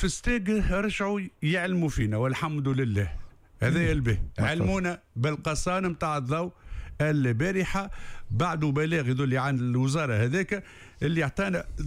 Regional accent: Tunisia; accent: Tunisian; بلهجتنا التونسيه

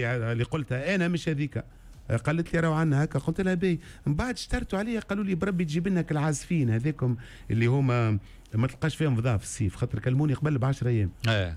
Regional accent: Sousse, Sousse Governorate, Tunisia; سوسه انا في صغري الكل عديته في سوسه

